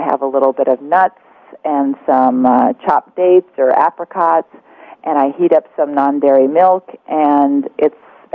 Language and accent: English; Georgia, United States; I grew up in the South in Georgia, and I grew up eating chicken fried steak and barbecued ribs and every kind of cheese possible.